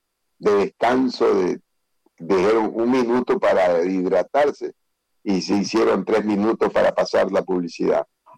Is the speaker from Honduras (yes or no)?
no; Ecuador; Nosotros como ecuatorianos estamos esperando ya la decisión